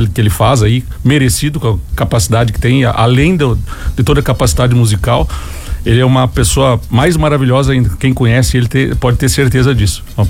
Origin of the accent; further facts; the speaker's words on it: Uruguaiana, Rio Grande do Sul, Brazil; moved away as an adult; É verdade que eu sou de Uruguaiana, sou natural de Uruguaiana, graças a Deus. Não sou de Megavá, mas sou de Uruguaiana, da fronteira oeste do Rio Grande. Estou aquerenciado aqui há mais de 20 anos.